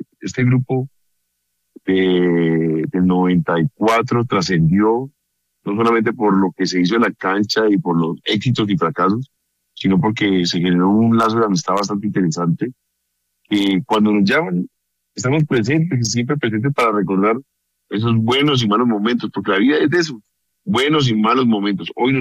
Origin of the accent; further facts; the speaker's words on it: Cali, Valle del Cauca, Colombia; soy caleño